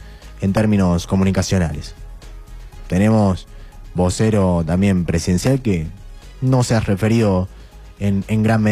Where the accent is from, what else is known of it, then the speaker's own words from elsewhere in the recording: Chilecito, La Rioja, Argentina; nos atraviesan a los riojanos y a los chileciteños